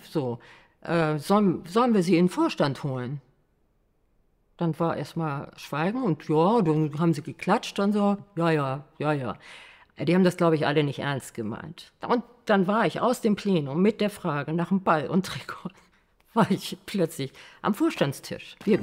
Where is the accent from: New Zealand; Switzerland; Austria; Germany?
Germany; Hamburg; Ich komme ja aus Hamburg